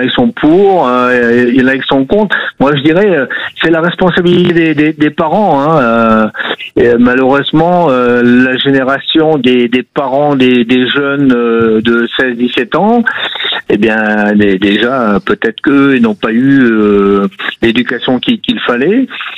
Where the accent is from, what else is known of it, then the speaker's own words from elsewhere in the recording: Hauts-de-France, France; now in Clermont-Ferrand, France; je suis originaire du Nord, donc je connais bien Lens, Lille, tout ça.